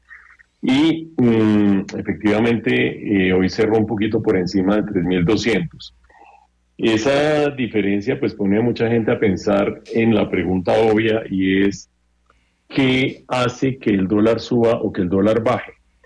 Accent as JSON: {"language": "Spanish", "region": "Bogotá", "country": "Colombia", "tie": "born there", "said": "yo nací en Bogotá, mis papás eran del Valle del Cauca, Pero yo nací en Bogotá."}